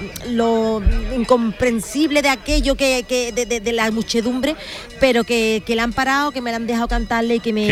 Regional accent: Almonte, Andalusia, Spain; Mi música raíz es la sevillana, yo soy de aquí, soy de Almonte.

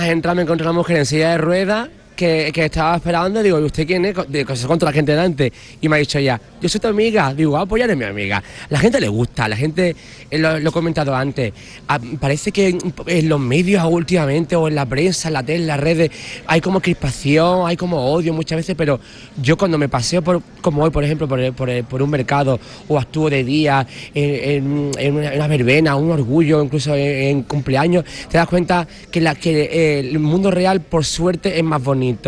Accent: San Fernando, Andalusia, Spain; soy de Cádiz, San Fernando

